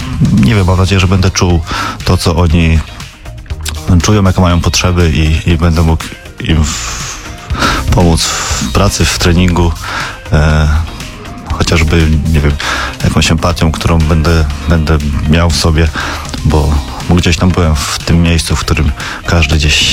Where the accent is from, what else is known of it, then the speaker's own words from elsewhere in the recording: Toruń, Kuyavian-Pomeranian Voivodeship, Poland; Ja wychowałem się na Skarpie. Chodziłem do szkoły podstawowej numer 32.